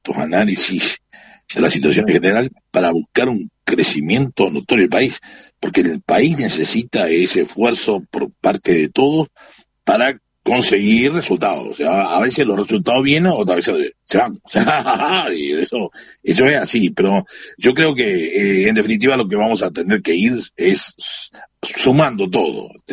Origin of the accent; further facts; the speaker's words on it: Canary Islands, Spain; Siempre estamos al alpiste, como buenos canarios que somos